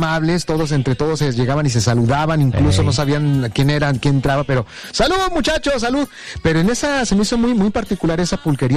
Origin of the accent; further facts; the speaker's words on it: Mexico City, Mexico; also born or lived in Aguascalientes; somos del DF, somos del DF.